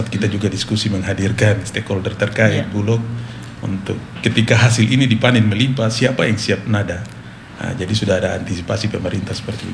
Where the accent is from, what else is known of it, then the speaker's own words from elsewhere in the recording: Papua, Indonesia; khususnya kita orang Papua